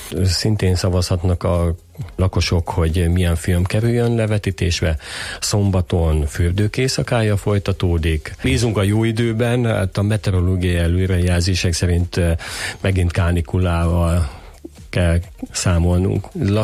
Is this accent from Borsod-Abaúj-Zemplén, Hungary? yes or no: yes; Sárospatak, Borsod-Abaúj-Zemplén, Hungary; born or raised there